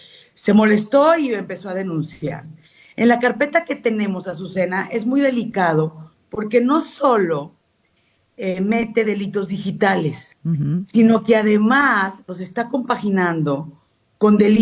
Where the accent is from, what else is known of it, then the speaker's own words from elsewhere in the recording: San Luis Potosí, Mexico; yo soy potosina